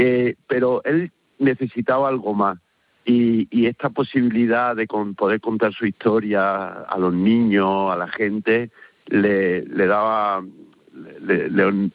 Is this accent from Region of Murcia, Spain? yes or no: no; Córdoba, Andalusia, Spain; Bueno, a ver, tuvimos la suerte de que los dos somos de Córdoba.